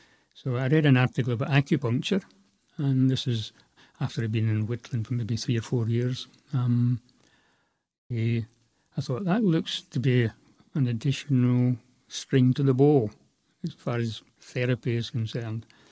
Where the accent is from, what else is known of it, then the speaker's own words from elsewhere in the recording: Scotland, United Kingdom; also born or lived in Belfast; Well, I was born in Belfast, 1948. I think my father worked in the shipyards in Belfast during the war. You know, my mother's from Belfast, my father from the west of Scotland. We moved to the west of Scotland when I was a baby